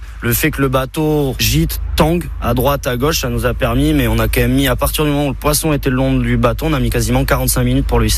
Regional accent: Bordeaux, Nouvelle-Aquitaine, France; born there; also born or lived in Lège-Cap-Ferret; j'ai 31 ans, je suis né à Codéran et je suis marin-pêcheur sur le Cap Ferret.

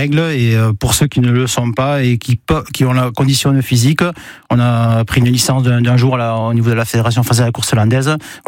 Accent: Sainte-Colombe, Nouvelle-Aquitaine, France; Oui, c'est vrai, ça fait une trentaine d'années que je suis à Toulousette, parce que je suis natif de Sainte-Colombe.

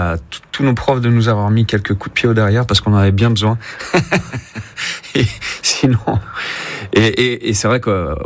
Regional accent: Corsica, France; Et en tant que Corse, on ne visite pas assez la Corse.

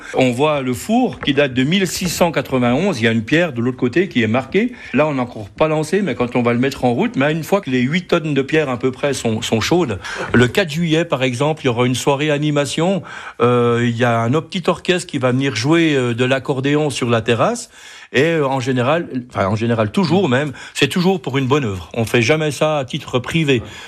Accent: Bonnevaux, Bourgogne-Franche-Comté, France; Mon papa était paysan, on avait quelques vaches ici, les chevaux

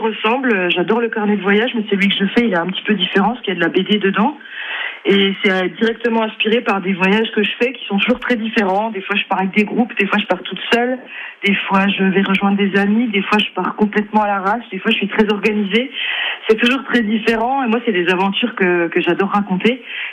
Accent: Bourgogne-Franche-Comté, France; Oui, moi je viens de Haute-Saône. En plus, c'est une partie de la Franche-Comté.

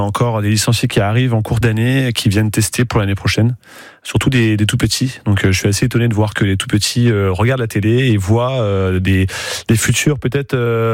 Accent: Le Mans, Pays de la Loire, France; born there; moi, j'adore l'abbaye de Lépau. Moi, j'habite vraiment juste à côté. Je suis à Lille au Sport. Donc, cet endroit me passionne depuis que je suis tout petit. J'y habite depuis j'ai 33 ans et ça fait 33 ans que j'y habite.

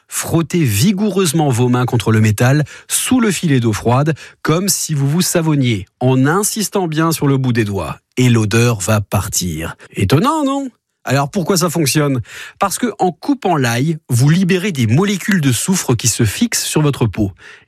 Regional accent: Grand Est, France; par chez nous, en Alsace

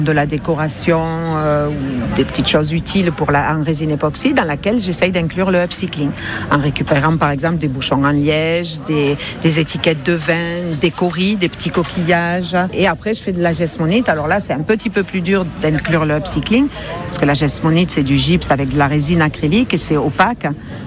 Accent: Fontenilles, Occitanie, France; Je suis de Fontenille.

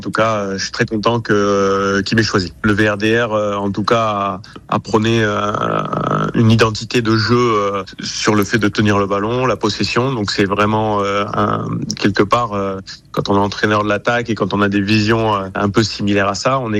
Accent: Auvergne-Rhône-Alpes, France; moved away; j'ai grandi quand même en Haute-Savoie, c'est pas très très loin, donc on se rapproche aussi un peu de la famille.

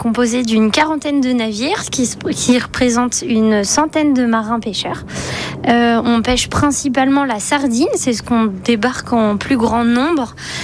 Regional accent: Saint-Gilles-Croix-de-Vie, Pays de la Loire, France; Oui, je suis de Saint-Gilles-Croix-de-Vie. Je suis vendéenne depuis plusieurs générations.

